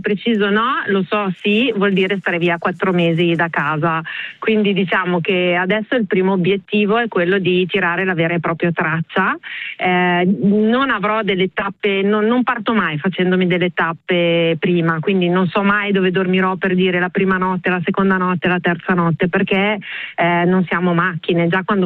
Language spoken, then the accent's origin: Italian; Milan, Lombardy, Italy; now in Porto San Giorgio, Italy; io sono nata e cresciuta a Milano, adesso mi sono trasferita nelle Marche a Porto San Giorgio